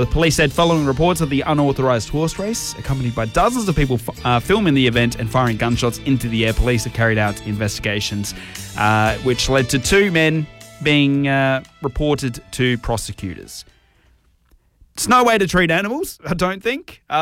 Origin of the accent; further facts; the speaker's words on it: Australia; Guns aren't my forte. I'm an Australian.